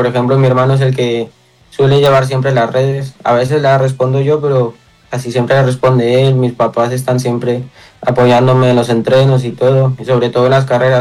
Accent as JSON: {"language": "Spanish", "country": "Colombia", "said": "mucha gente decía que me seleccionaron por ser colombiano y que nada más."}